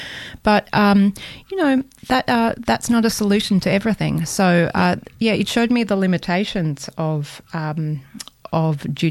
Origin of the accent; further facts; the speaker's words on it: Bellingen, New South Wales, Australia; Growing up in Bellingen, I don't think knew the worth of Bellingen. I was excited to get out of a small town.